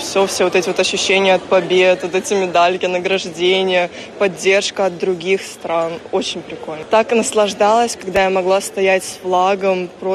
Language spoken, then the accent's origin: Russian; Russia; У меня на спине написано то, что вот я из России, я русская.